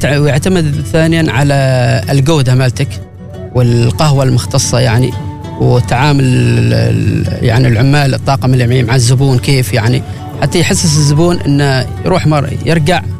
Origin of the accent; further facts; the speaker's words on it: Oman; صار نحن كعمانيين البيت الثالث، يعتبر البيت الاول هو بيتك، البيت الثاني هو العمل، البيت الثالث يعتبر ركن القهوه.